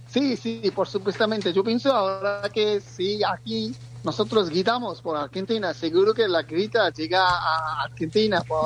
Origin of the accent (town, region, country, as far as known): Bangladesh; Spanish is a second language